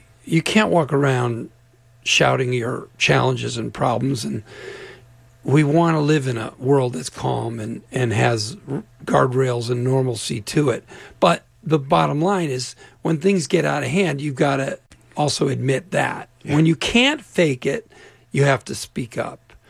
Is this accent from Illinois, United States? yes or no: yes; Naperville, Illinois, United States; Yeah, I'm from Chicago. I'm from Naperville